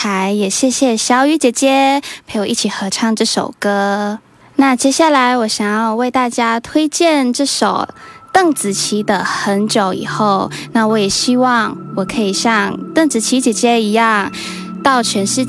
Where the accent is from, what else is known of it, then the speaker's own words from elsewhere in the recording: Malaysia; 我是今天的音乐领航员，来自马来西亚的